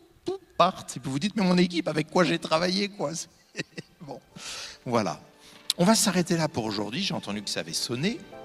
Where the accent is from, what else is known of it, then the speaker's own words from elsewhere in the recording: Normandy, France; Je suis normand, hein. Un pommier, je le connais.